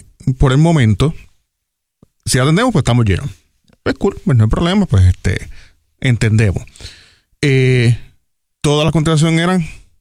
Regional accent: Barranquitas, Puerto Rico; now in Gurabo, Puerto Rico; Yo soy natural de Barranquita, pero llevo unos años viviendo en Gurabo.

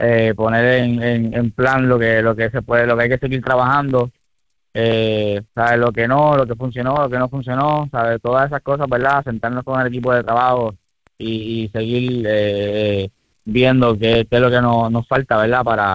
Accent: Aguadilla, Puerto Rico; poniendo a Puerto Rico en alto, a mi pueblo de Aguadilla también.

